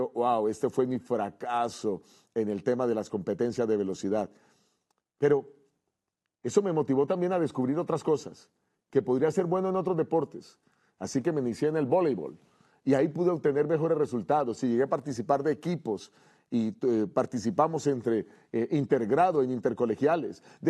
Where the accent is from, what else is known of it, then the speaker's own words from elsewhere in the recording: Bogotá, Colombia; Hasta que tuvimos una competencia con la liga de la ciudad donde yo estudiaba, en mi país, en la ciudad de Bogotá, en Colombia.